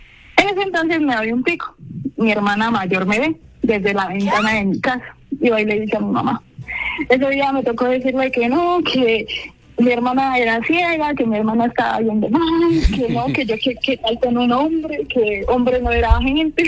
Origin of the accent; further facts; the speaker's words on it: Duitama, Boyacá, Colombia; Pues, yo soy de Duitama, Boyacá.